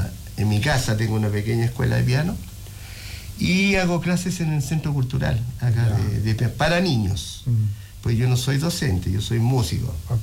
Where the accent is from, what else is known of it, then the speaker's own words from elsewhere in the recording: Viña del Mar, Valparaíso, Chile; born there; Yo nací en Viña del Mar, soy de Viña, y el año 63.